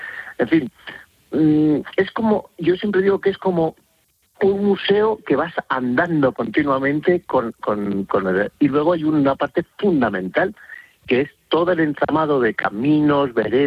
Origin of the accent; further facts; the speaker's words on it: Castile and León, Spain; also born or lived in Madrid; ¿cómo no lo voy a conocer si es mi tierra? Que es que yo me crié tirando cantos a los del Polo de Arriba, a los de Navasequilla, y los de la Lastra me tiraban cantos a mí